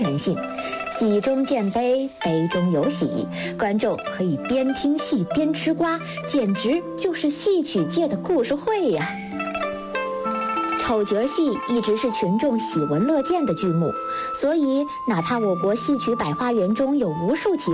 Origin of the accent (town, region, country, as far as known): Sichuan, China